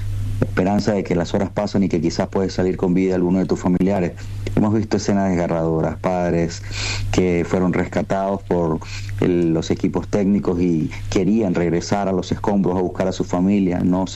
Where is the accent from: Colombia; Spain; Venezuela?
Venezuela; yo soy bastante joven y en toda mi vida no tuve que ver algo así en mi país